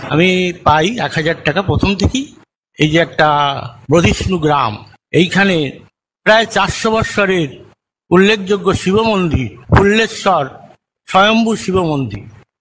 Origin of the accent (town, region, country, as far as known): Tajpur, West Bengal, India